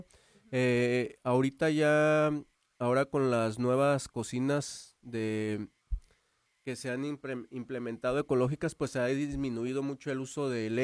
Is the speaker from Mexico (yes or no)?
yes; Peribán, Michoacán, Mexico; soy originario de Peribán